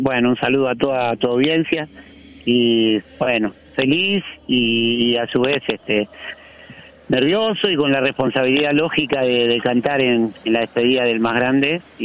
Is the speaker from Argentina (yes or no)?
yes; Argentina; Leo y somos argentinos, no lo podrían entender, la épica es nuestra.